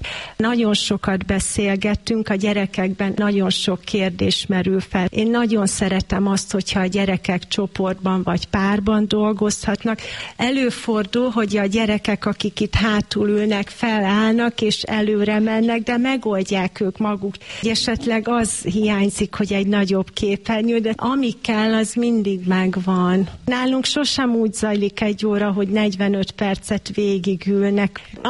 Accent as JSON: {"language": "Hungarian", "town": "Zaránk", "region": "Heves", "country": "Hungary", "tie": "born or raised there", "also_born_or_lived": "Kuwait", "moved": "as an adult", "lives_now": "Eger, Hungary", "said": "Én Heves megyében nőttem fel, három településsel arrébb Zaránkon. Amikor Kuvaitban elhatároztam, hogy hazatelepülök"}